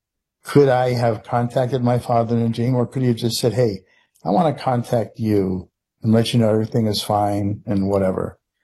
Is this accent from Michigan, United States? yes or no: no; Connecticut, United States; I was in the home I grew up in Connecticut, and I was standing in the driveway